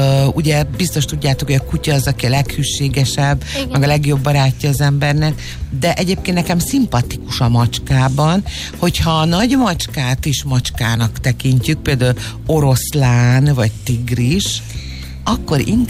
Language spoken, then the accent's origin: Hungarian; Hungary; én 73-ban születtem, és a 80-as évek végén, tehát én voltam ilyen 15-16 éves, és akkor jött be ez a fajta hamburger divat Magyarországon